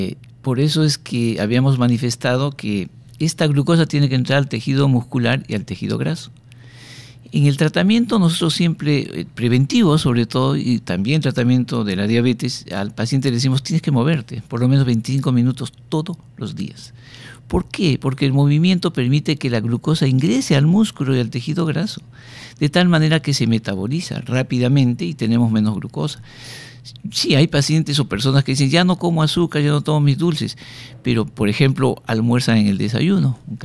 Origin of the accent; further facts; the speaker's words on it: Cusco, Peru; yo de Cusco. Hice mi pregrado en la Universidad San Antonio Abad de Cusco.